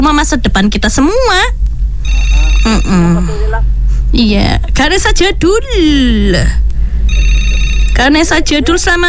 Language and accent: Indonesian; Grogol, Indonesia; Orang-orang Panggung Baru. Saya orang Desa Grogol. Punya rumah di Pagongan, begitu.